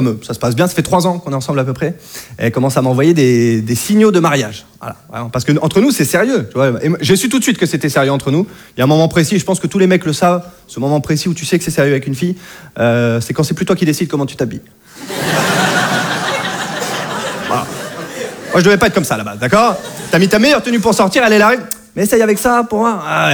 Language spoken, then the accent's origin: French; Hauts-de-France, France; moved away as an adult; now in Paris, France; Je viens de Picardie.